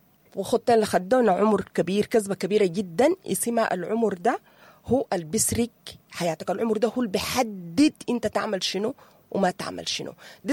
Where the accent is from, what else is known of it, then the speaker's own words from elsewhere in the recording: Sudan; عندنا نحن كمجتمع سوداني. نحن كمجتمع سوداني